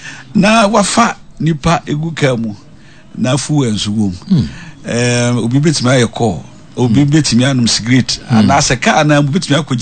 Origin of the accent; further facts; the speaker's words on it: Ghana; West Africa sub-region ha, yeah, … and I'm from Ghana